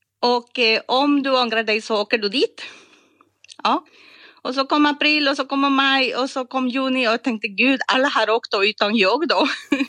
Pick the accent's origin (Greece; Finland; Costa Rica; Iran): Costa Rica; Swedish is a second language; also born or lived in Poland; now in Sweden; Jag kommer från Costa Rica. Och hade studerat i Polen då på 90-talet.